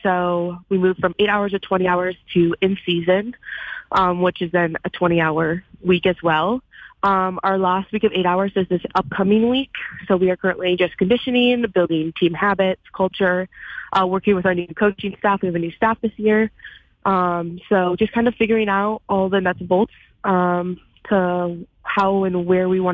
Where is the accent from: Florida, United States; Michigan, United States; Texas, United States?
Michigan, United States; East Grand Rapids; moved away as an adult; now in Ann Arbor, United States; my hometown, East Grand Rapids, and we're playing at my high school.